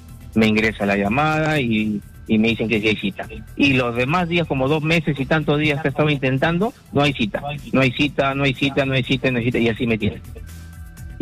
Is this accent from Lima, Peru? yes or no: yes; Puente Piedra, Lima, Peru; Ese, el seguro, yo soy de Puente Piedra, ese es un desastre.